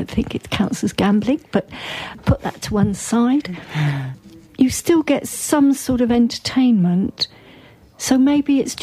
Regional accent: Torquay, South West England, United Kingdom; I grew up in Torquay, just outside Torquay.

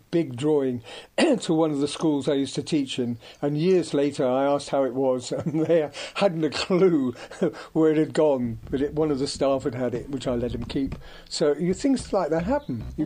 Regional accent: Ilfracombe, South West England, United Kingdom; now in Frome, United Kingdom; my hometown of Elphicombe

